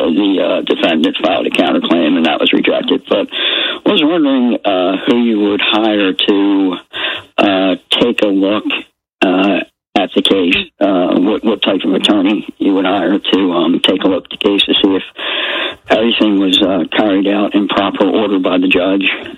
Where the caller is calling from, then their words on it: Tampa, Florida, United States; I'm calling from North Tampa.